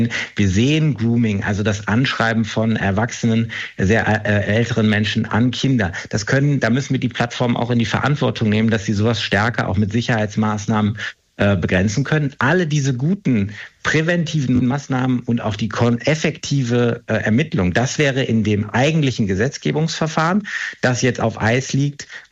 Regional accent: North Rhine-Westphalia, Germany; Ich komme aus Nordrhein-Westfalen

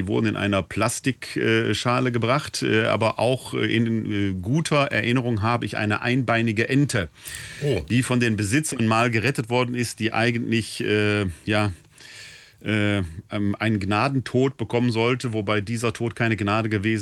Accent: Essen, North Rhine-Westphalia, Germany; weil ich in meiner Jugendzeit in meiner Heimatgemeinde in Essen-Altendorf an einer religiösen Jugendfreizeit teilgenommen habe

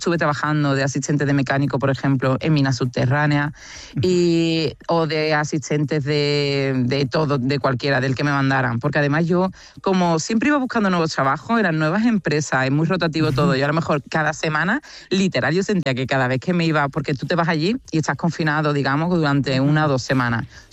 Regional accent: Cádiz, Andalusia, Spain

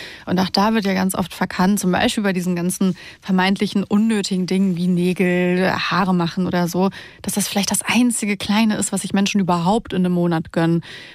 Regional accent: Romania; wir kommen ja zum Teil aus Rumänien und wer sich da auskennt, weiß, dass Rumänien lange keinen Kaffee hat

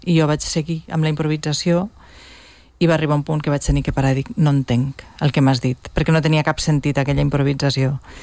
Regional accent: Tortosa, Catalonia, Spain; Jo sóc de Tortosa i de vegades... però he treballat a TV3 amb papers que no parlo amb el meu accent

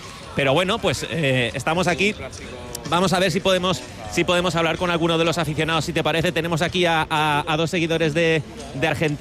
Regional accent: Spain; No, yo soy de España.

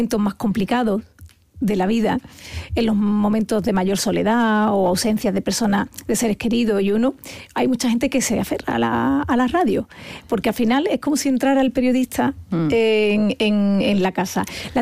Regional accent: Andalusia, Spain; Yo estoy loca por Andalucía porque es mi tierra.

